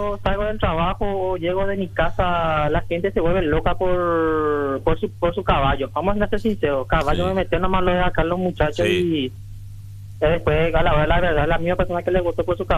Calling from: Capiatá, Central, Paraguay; Yo, por ejemplo, estoy en Capiatá. Yo soy de Capiatá

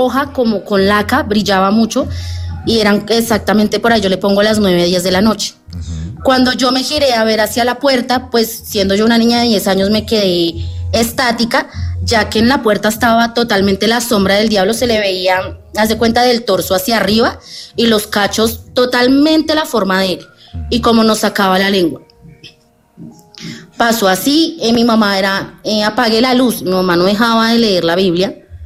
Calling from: Bogotá, Colombia

